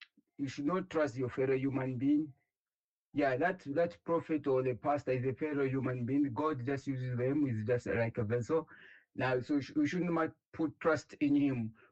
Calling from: Ndola, Copperbelt, Zambia; I'm calling from Ndola, specifically Mushiri.

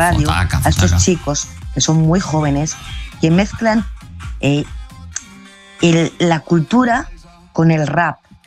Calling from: Salamanca, Castile and León, Spain; Es un rapero salmantino de aquí de mi tierra, que yo mi tierra la llevo por bandera

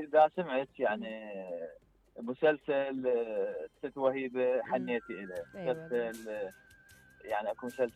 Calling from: Baghdad, Baghdad Governorate, Iraq; من بغداد من حي الاطباء،

